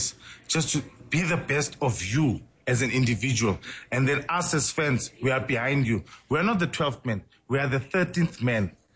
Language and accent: English; Orlando West, Gauteng, South Africa; My father is Tsonga, and I grew up in Orlando West. Then we moved to Annadel, and I've got a Tswana wife, a beautiful Tswana wife.